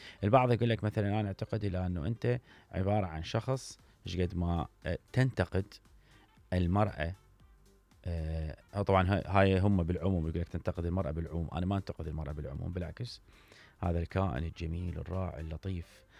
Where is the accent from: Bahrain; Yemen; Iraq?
Iraq; واحنا نحب هاي المنطقه كعراقيين، نحب هاي منطقه التخيل